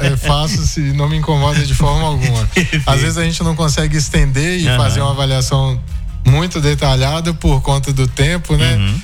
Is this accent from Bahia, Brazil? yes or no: yes; Bahia, Brazil; Eu sou da Bahia, a gente falou isso da última vez, né? De uma região muito fria.